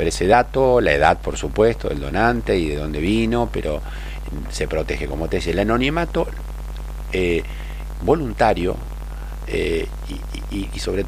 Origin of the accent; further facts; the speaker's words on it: Argentina; ¿Somos solidarios los argentinos? No. Yo soy categórico.